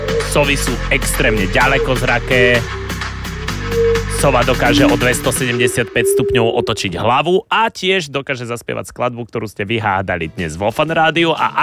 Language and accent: Slovak; Martin, Žilina Region, Slovakia; z Martina